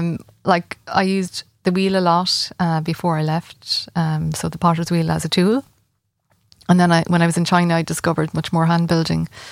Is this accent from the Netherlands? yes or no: no; Ireland; And like, I'm an Irish speaker and I taught for over 10 years in the Gaelic school. And so I'm still really, I love the Irish language. And I'm passionate about being Irish, yeah.